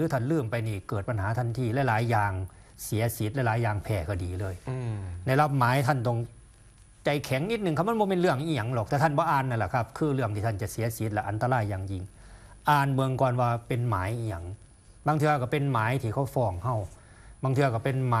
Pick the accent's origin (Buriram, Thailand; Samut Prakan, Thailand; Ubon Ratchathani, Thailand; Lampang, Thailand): Ubon Ratchathani, Thailand; now in Bangkok, Thailand; อยู่อุบลอยู่หนองขอนอยู่ทงบุรพานี่แต่ว่าผมไปเฮ็ดงานกรุงเทพไปเซาบ้านอยู่หรือไปอยู่น้ำมูหรือไปอยู่คอนโดก็แล้วแต่